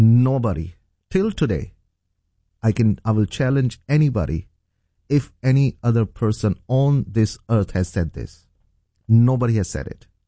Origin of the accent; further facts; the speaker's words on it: Saudi Arabia; also born or lived in Pakistan; So I was born in Pakistan, And then at the age of 3, I ended up going to Saudi Arabia because my parents, they were working, both my mom and dad, they were working in Saudi Arabia.